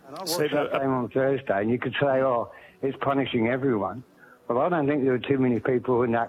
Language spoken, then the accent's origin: English; England, United Kingdom; I'm from England. I followed the EPL and European soccer all my life.